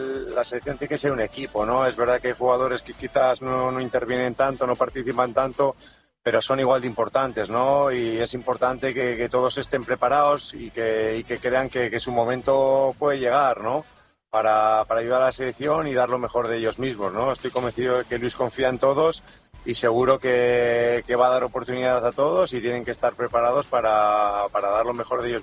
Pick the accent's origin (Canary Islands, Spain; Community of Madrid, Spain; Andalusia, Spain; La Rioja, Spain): La Rioja, Spain; Somos los dos riojanos